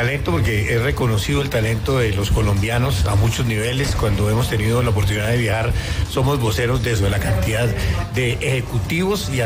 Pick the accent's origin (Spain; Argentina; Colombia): Colombia; Antioquia; Pero quería preguntarle, como antioqueño también, lo que representa pues hacer parte de esta organización que demuestra su confianza en nuestro país